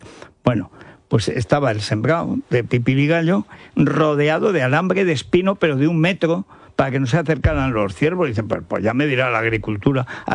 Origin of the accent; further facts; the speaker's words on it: Aragon, Spain; cuando yo nací no había ciervos en mi pueblo, ni en toda la comarca de Albarracín.